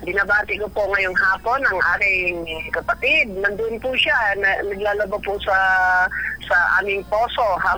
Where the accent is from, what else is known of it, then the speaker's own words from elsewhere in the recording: Aborlan, Palawan, Philippines; moved away; my hometown of Orland